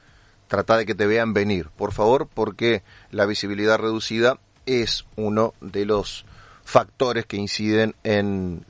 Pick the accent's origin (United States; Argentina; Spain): Argentina